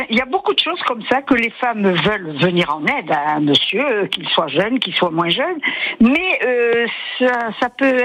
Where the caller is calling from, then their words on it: Ciboure, Nouvelle-Aquitaine, France; Bonjour, je vous appelle de Cibourg.